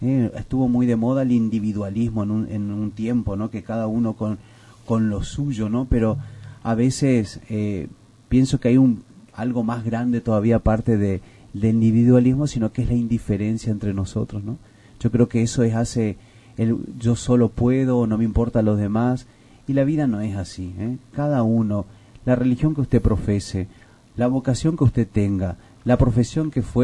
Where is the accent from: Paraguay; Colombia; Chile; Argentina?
Argentina; viene estos días para nosotros como pueblo argentino recibir al Santo Padre